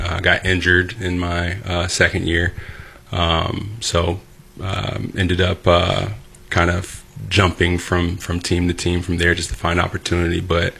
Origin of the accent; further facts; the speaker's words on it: Virginia Beach, Virginia, United States; So, grew up in Virginia Beach, Virginia.